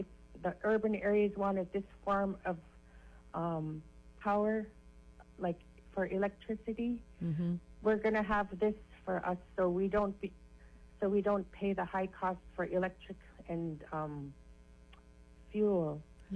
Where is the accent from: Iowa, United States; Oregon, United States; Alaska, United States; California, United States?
Alaska, United States; Toksook Bay; I come from Tuxuk Bay, and I would be humbled to have your support.